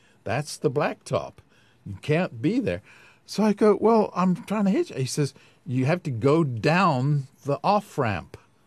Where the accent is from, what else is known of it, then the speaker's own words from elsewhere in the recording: England, United Kingdom; moved away as an adult; now in United States; not known to me as an English person.